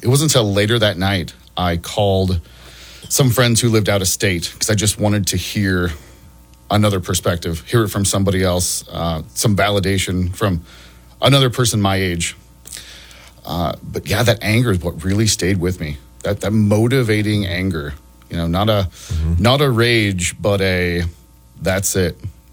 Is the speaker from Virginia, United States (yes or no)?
no; Bartley, Nebraska, United States; Bartley, Nebraska.